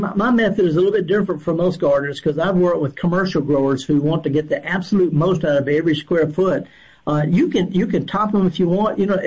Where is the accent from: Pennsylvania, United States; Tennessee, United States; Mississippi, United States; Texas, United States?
Mississippi, United States; Indianola; near my hometown of Indianola, up in the middle of the Delta.